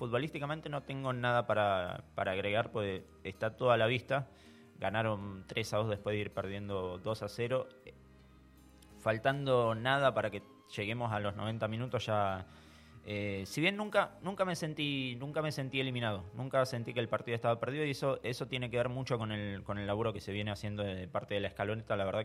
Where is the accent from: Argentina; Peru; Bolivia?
Argentina; Yo como argentino les agradezco muchísimo.